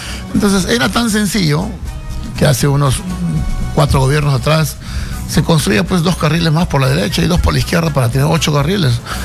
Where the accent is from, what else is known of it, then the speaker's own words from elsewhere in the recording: Lima, Peru; born there; Toda mi familia nacimos en Lima.